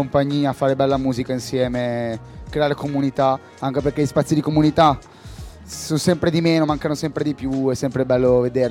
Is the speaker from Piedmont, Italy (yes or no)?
no; Milan, Lombardy, Italy; io non sono precisamente di Quarto Giaro, ma comunque sono di Zanotto e sono di Bonola